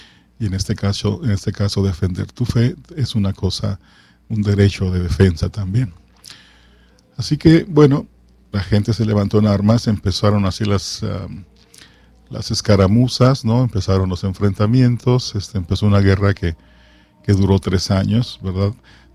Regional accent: Guadalajara, Jalisco, Mexico; Ahí en Guadalajara, de donde yo soy, el padre Galván, su templo donde fue asesinado afuera del templo

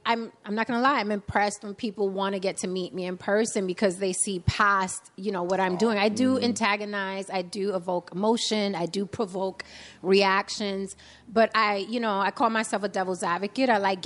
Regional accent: New York City, New York, United States; now in Las Vegas, United States; born and raised in the Bronx.

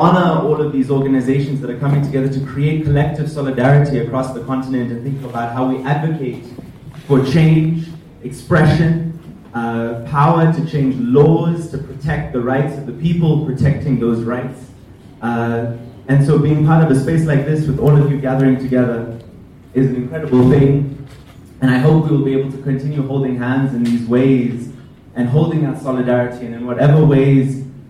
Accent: Zimbabwe; As Comrade Javan has said, I'm coming from Zimbabwe, and the struggle there is also deep and long, and one that I've been a part of.

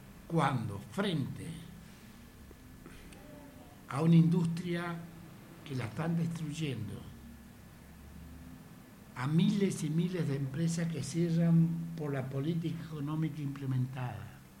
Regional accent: Argentina; Nuestro pueblo, nuestra forma de ser como argentino

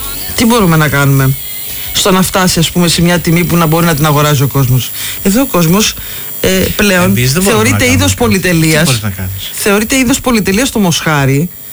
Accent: Amoriani, West Greece, Greece; Το χωριό μου είναι η Αμοριανή. Όπως λέει και ο παππούς μου, λέει, εμείς είμαστε πέρα από τα βλάκη και φυσικά εννοείται είμαστε πέρα από τη γέφυρα, Ρίο Αντίριο.

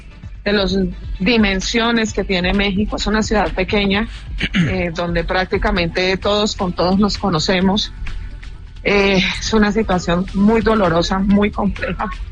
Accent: Cali, Valle del Cauca, Colombia; Yo soy de Cali, la ciudad que quizá a nivel de números está más afectada por el terremoto de pasado lunes a las 7:32 de la mañana, hora de Colombia.

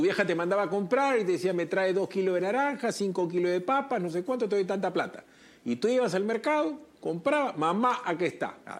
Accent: Santa María, Peru; Yo soy de Santa María, pero por favor, teme paciencia.

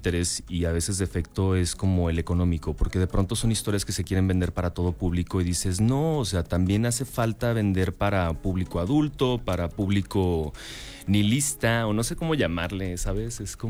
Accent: Mexico; así como mexicanos, siempre estamos dispuestos al desmadre

